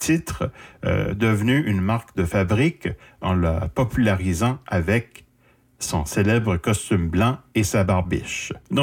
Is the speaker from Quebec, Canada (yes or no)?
no; Shippagan, New Brunswick, Canada; un groupe de jeunes originaires de Sheepagan, Nouveau-Brunswick, ma ville natale.